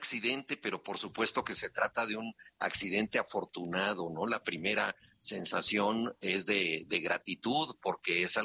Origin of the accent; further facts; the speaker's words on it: Mexico City, Mexico; nuestra ciudad